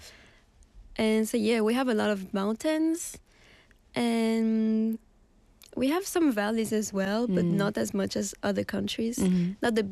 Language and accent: English; Auvergne-Rhône-Alpes, France; moved away as an adult; also born or lived in Lyon; now in Busan, South Korea; So I'm from a city that's next to Lyon. It's actually not that close. It's like 45 minutes away by driving.